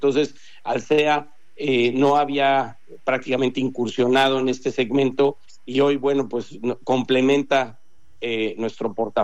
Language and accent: Spanish; Mexico